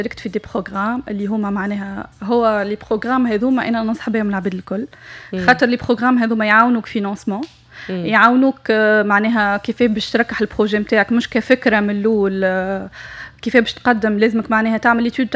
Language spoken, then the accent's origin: Arabic; Tunisia; معناها اني قلت لك الصغار مالوف باش يعرفوا شنو هي عندنا في تونس